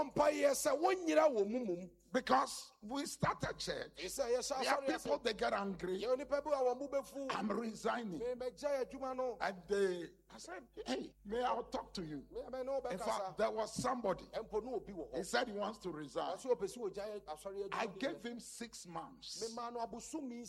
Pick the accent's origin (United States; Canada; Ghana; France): Ghana; Me, I'm from Ghana. I brought him here.